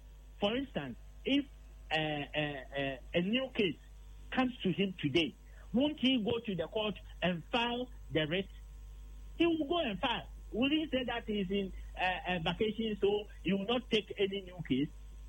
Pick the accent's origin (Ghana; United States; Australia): Ghana; When I listen to what is going on in the air in Ghana, I don't feel like being a Ghanaian.